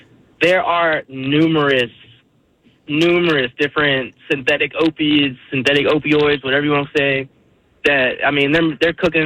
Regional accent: Richmond, United States; I'm from Richmond.

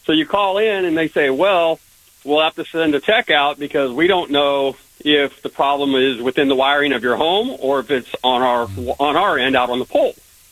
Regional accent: Sacramento, California, United States; I grew up in South Sacramento.

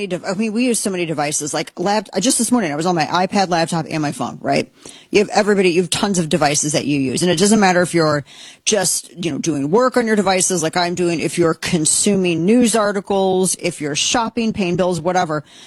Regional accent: Texas, United States; I am also from Texas.

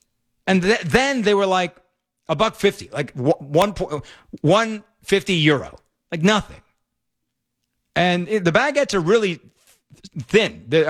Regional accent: New York, United States; I grew up in New York.

